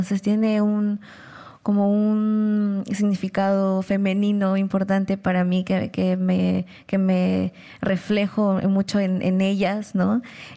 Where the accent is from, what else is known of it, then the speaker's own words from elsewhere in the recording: Ayacucho, Peru; yo soy andina, yo soy ayacuchana, yo soy quechua y quiero cantar, quiero rapear en este idioma porque me representa